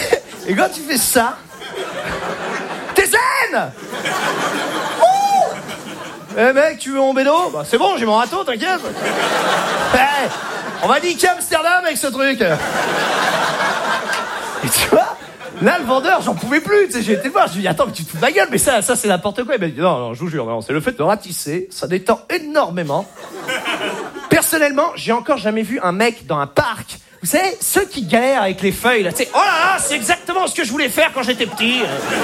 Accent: Normandy, France; Moi, à la base, je viens de Normandie.

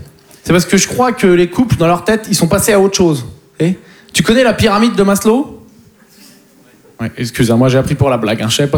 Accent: Poitiers, Nouvelle-Aquitaine, France; Mais moi, en plus, je viens de Poitiers, donc il faut s'occuper.

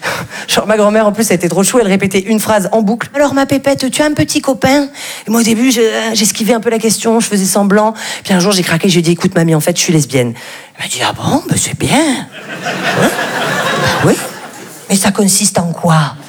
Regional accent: France

